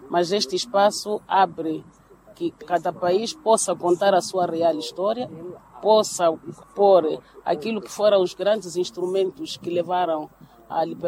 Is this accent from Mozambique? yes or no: yes; Mozambique; Como moçambicanos, acreditamos que, através do nosso governo, poderemos participar ativamente para poder fazer com que aquilo que é a nossa real história possa estar contemplada aqui no Zimbábue.